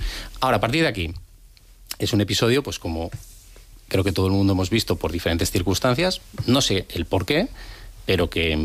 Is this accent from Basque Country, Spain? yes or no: yes; San Sebastián, Basque Country, Spain; now in Madrid, Spain; Nuestra generación, por ejemplo, yo cuando llegué de Donosti a Madrid, hoy Madrid F, que eso da para un programa entero.